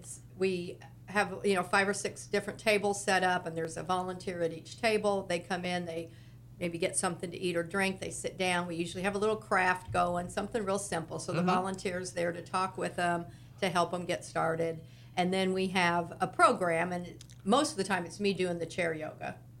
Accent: Indiana, United States; moved away as an adult; now in Florida, United States; Well, I'm from Indiana, but I moved down to Florida in 2011

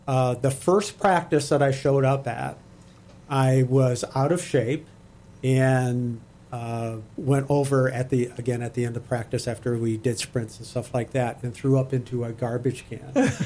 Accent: Michigan, United States; also born or lived in Ohio; But I was raised in Michigan

